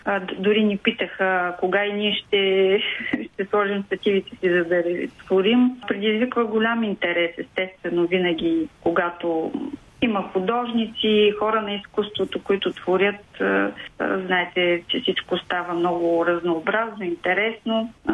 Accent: Sozopol, Burgas Province, Bulgaria; И винаги преоткривам Созопол, моят роден град, през очите на художниците

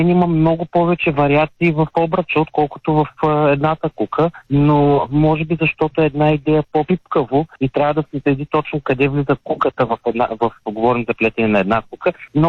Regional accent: Ruse, Ruse Province, Bulgaria; born or raised there

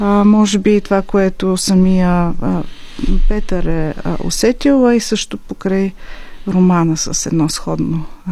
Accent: Burgas, Burgas Province, Bulgaria; Ние двамата сме родом от Бургас

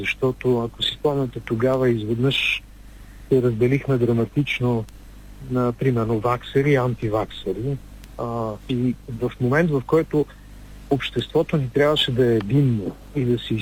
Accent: Plovdiv Province, Bulgaria; в моя роден град

